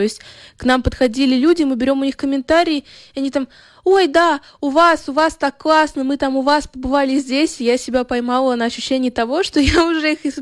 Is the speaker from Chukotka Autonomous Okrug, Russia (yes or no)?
no; Moscow, Russia; Мы из Москвы